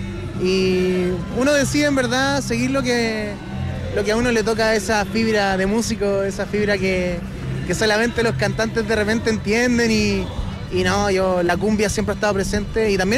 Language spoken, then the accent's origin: Spanish; Curicó, Maule, Chile; yo soy cuequero de chico. O sea, vengo de Curicó, zona cuequera, de vino.